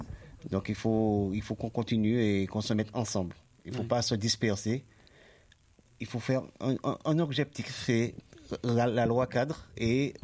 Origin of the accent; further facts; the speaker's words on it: Saint-Pierre, Martinique; now in Nanterre, France; moi, je suis de Nanterre, donc on essaie de travailler dans ce sens avec la municipalité. Je suis de Saint-Pierre en Martinique